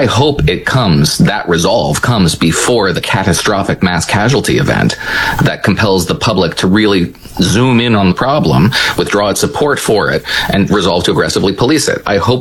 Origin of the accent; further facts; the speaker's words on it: New Jersey, United States; So my roots are set deep in Western New Jersey soil